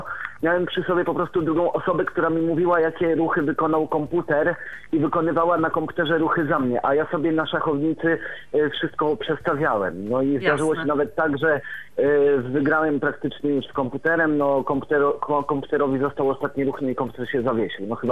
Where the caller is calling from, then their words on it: Warmian-Masurian Voivodeship, Poland; jestem z Warmii i Mazur, to z tego co wiem, to chyba w Olsztynie.